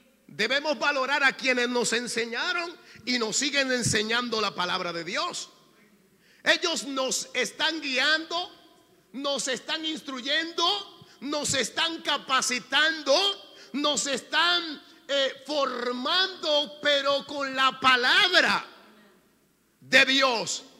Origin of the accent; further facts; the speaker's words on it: Dominican Republic; moved away; hace 39 años, cuando estuve en República Dominicana llegaron un grupo de misioneros. Estos misioneros llegaron de Puerto Rico y, llegando a mi tierra, se estacionaron en mi casa.